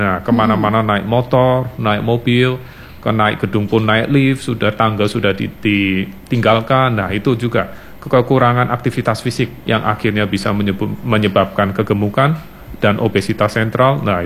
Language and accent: Indonesian; Indonesia